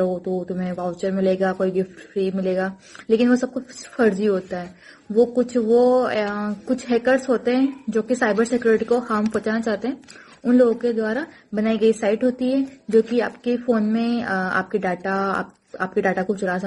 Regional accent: Bhanwargarh, Rajasthan, India; मैं भवरगढ़ बारा राजस्थान से हूँ।

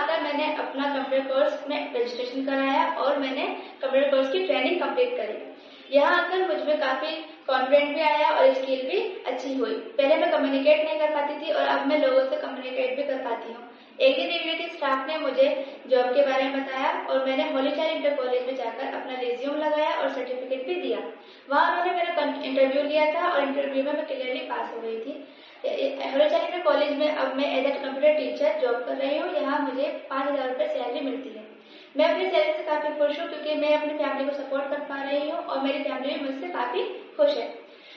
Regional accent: Rampur, Uttar Pradesh, India; मैं 19 साल की हूँ। मैं बीए फर्स्ट ईयर में हूँ और मैं पीडब्ल्यूडी कॉलोनी बदौली टोला रामपुर उत्तर प्रदेश की रहने वाली हूँ।

